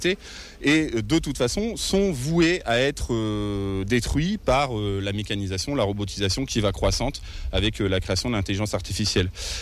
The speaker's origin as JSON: {"language": "French", "town": "Oisy-le-Verger", "region": "Hauts-de-France", "country": "France", "tie": "born or raised there", "also_born_or_lived": "Douai", "said": "Moi, je suis né ici, enfin, je suis pas né ici, je suis né à Douai, mais j'ai fait de 6 ans à 22 ans Oisil-Verger, j'ai habité ici, donc je connais bien, c'est ma coin, comme on dit."}